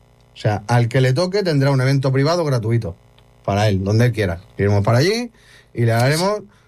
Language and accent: Spanish; Cornellà de Llobregat, Catalonia, Spain